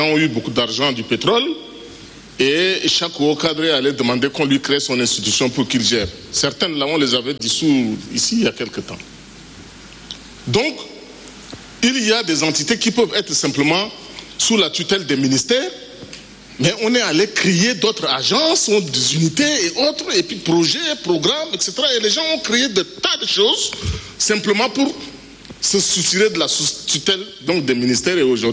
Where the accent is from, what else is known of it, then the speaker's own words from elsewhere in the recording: Chad; nous sommes des Tchadiens et que nous devons travailler pour que les politiques publiques se mettent en place de manière durable